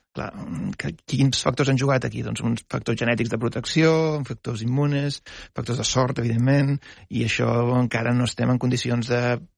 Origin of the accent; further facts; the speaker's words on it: Blanes, Catalonia, Spain; he crescut a Blanes anant al cinema moltíssim. Tenia un oncle que tenia els cinemes de Blanes